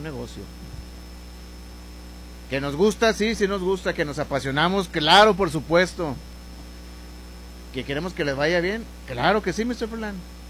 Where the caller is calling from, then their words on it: Mexico; uno no deja de ser este mexicano